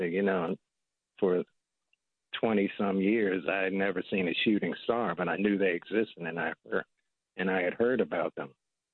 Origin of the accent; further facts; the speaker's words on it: Washington, District of Columbia, United States; I grew up in the Washington, D.C. area.